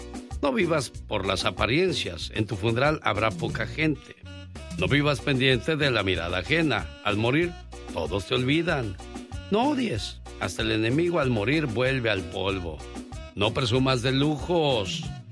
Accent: Jerez, Zacatecas, Mexico; moved away; Un día salí de Jerez, Zacatecas, pero Jerez, Zacatecas nunca salió de mí.

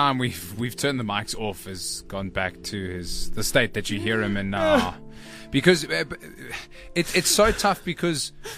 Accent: South Africa; made you feel so epic as a South African.

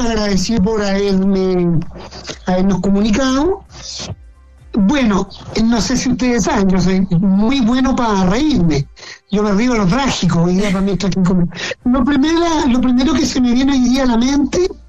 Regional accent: Chile; porque pasaban muchas cosas por la cabeza de nosotros como mineros chilenos.

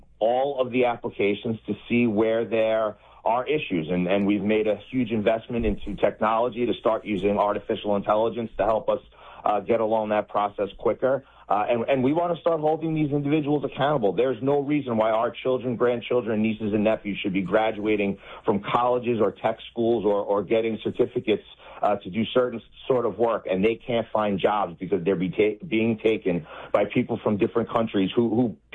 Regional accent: New York, United States; A place like New York, my home state, the state of New York is hemorrhaging $2 million a day

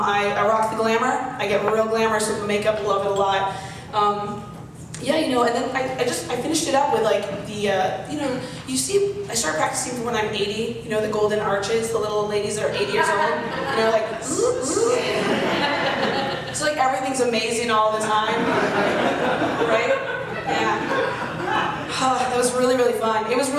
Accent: Arizona, United States; I was raised in Arizona

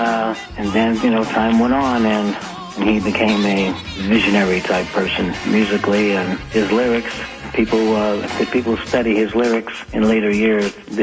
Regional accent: San Francisco, California, United States; also born or lived in Colorado; I was born in Colorado, but I grew up in San Francisco

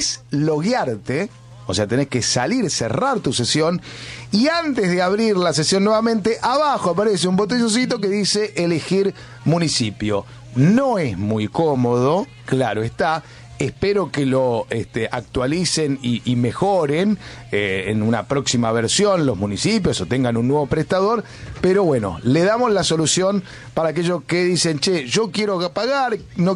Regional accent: Argentina; No es qué tontos que somos, no, los argentinos.

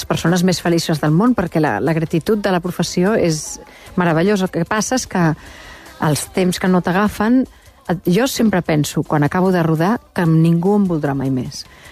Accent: Barcelona, Catalonia, Spain; Ah, sí, clar, jo no soc del Passeig Bonanova, soc de Major

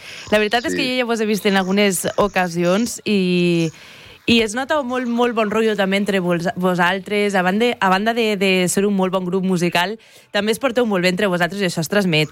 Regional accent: Xeraco, Valencian Community, Spain; molts dels components són del meu poble, de Xeraco.

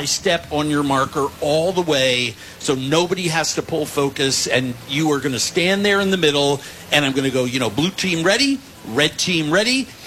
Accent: New York City, New York, United States; And I'm from New York. No one loves New York like me.

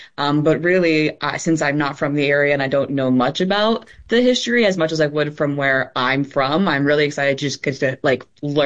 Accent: Stockbridge Valley, New York, United States; I'm from Stockbridge Valley, which is in central New York near Utica.

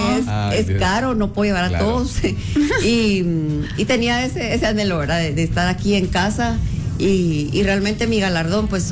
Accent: Guatemala

